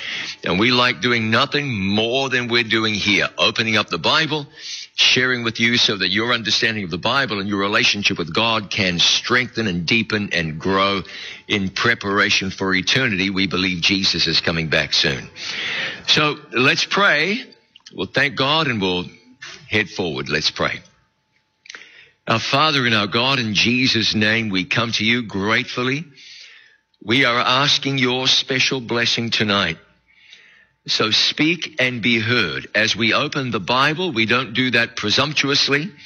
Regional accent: New Zealand; moved away; also born or lived in California; I was raised in New Zealand. I've been through a few of these. I lived in California.

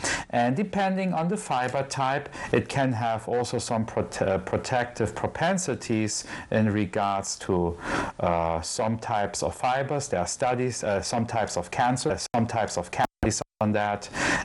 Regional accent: Germany; English is a second language; moved away; I'm originally from Germany

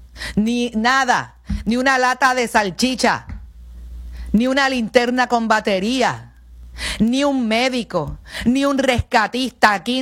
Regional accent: Puerto Rico; Así no somos los puertorriqueños. Así no somos. Los puertorriqueños somos solidarios, somos compasivos, ayudamos en la desgracia

